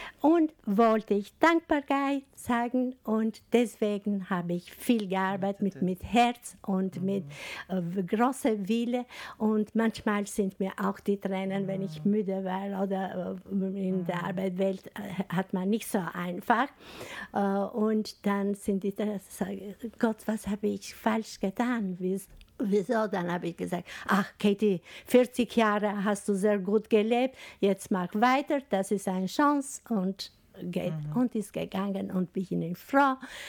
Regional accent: Albania; German is a second language; moved away as an adult; now in Salzburg, Austria; woher kommst du aus Albanien? Aus Albanien

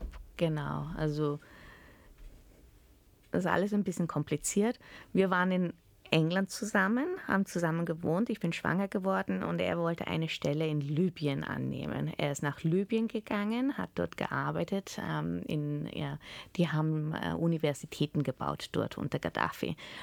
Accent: Austria; born or raised there

